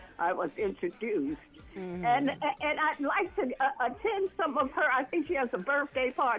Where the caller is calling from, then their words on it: New York City, New York, United States; because I'm from the Bronx